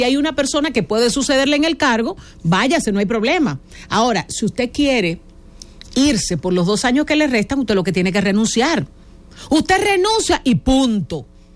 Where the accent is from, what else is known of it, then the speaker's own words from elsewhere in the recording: Dominican Republic; nosotros como dominicanos